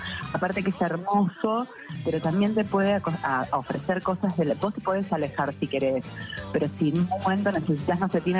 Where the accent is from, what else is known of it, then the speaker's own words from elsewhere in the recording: Buenos Aires, Argentina; yo no podía creer que esos colores, yo siendo porteña estaba más cerca de los grises.